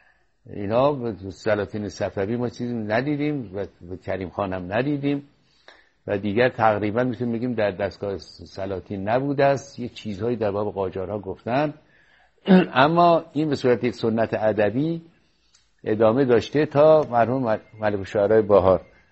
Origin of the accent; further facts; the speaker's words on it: Iran; moved away as an adult; بنده 26 ساله بودم از ایران بیرون آمدم